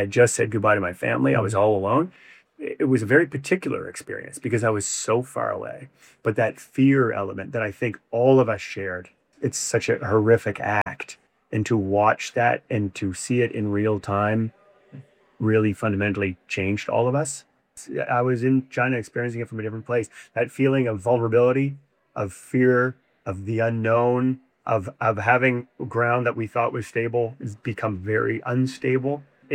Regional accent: Fredericton, New Brunswick, Canada; I mean, Fredericton right now in my hometown, Come From Away is showing in Fredericton.

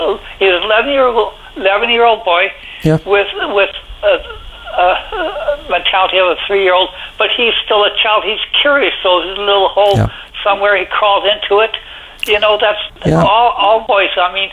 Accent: Calgary, Alberta, Canada; born there; Yeah, I was born in Calgary

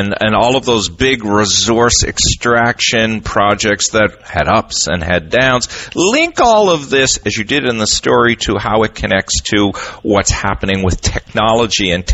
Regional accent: Newfoundland and Labrador, Canada; as a Newfoundlander who's lived through a lot of this

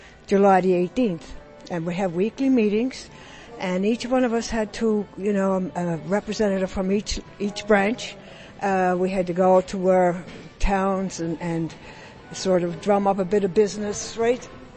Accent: Harbour Grace, Newfoundland and Labrador, Canada; Okay, well, I'm from Harbor Grace.

